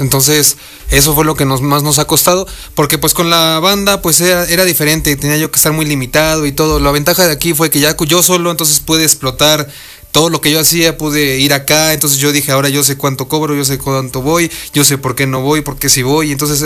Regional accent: Puebla, Mexico; Somos de aquí de Puebla. Soy de aquí de Puebla.

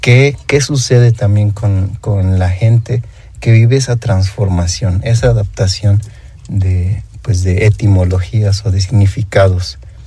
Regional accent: Izúcar de Matamoros, Puebla, Mexico; yo sabiendo que provengo de un pueblo, de una ciudad histórica que tiene su nombre en náhuatl

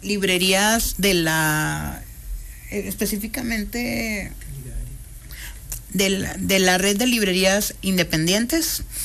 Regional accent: Monterrey, Nuevo León, Mexico; Soy de Monterrey.

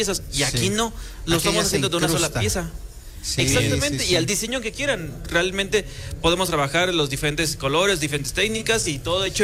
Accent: San Nicolás de los Ranchos, Puebla, Mexico; Bueno, nosotros somos la cultura de las piedras, que somos originarios de San Nicolás de los Ranchos.

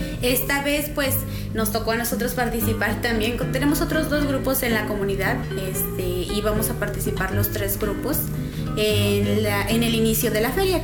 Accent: San Antonio Texcala, Puebla, Mexico; también soy originaria de la comunidad de San Antonio Tezcala.

